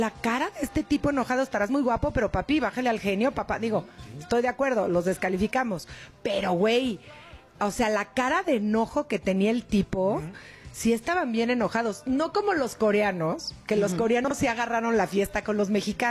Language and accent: Spanish; Mexico; Obviamente, como buena mexicana, no me quiero ilusionar